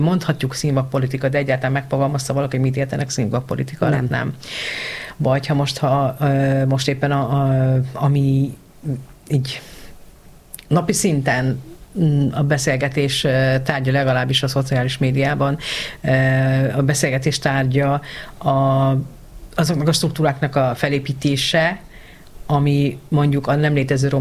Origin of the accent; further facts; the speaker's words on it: Hungary; nem úgy vagyok magyar, ahogy a magyarok akarják rólam látni, hogy én magyar vagyok